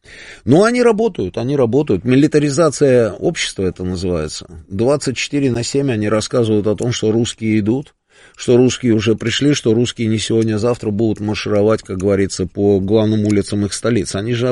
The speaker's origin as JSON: {"language": "Russian", "region": "Saint Petersburg", "country": "Russia", "said": "Я, как человек из Петербурга 90-х, думаю, что европейцам придется кидать предъяву."}